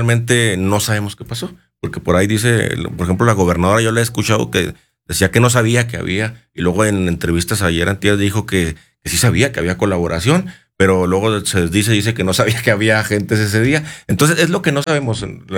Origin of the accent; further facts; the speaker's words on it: Chihuahua, Mexico; Nosotros somos de Chihuahua